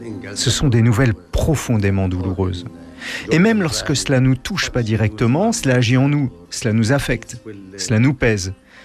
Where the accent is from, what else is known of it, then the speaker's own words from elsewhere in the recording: West Bank, Palestine; Je viens de la région de Salfit. La semaine dernière, 40 oliviers y ont été abattus.